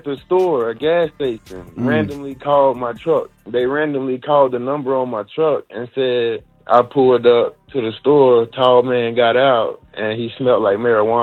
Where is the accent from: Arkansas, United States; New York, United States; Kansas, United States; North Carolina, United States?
North Carolina, United States; Charlotte; from Charlotte.